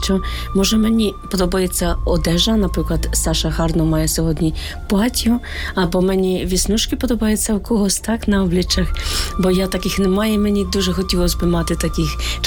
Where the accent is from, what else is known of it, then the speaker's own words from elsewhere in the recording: Boryspil, Kyiv Oblast, Ukraine; Так, і я також з Борисполя, парафія Переображення Господнього